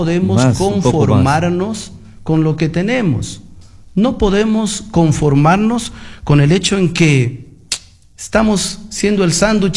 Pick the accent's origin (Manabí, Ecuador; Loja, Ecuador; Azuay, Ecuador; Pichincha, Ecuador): Loja, Ecuador; Nosotros desde Loja también somos parte del Ecuador.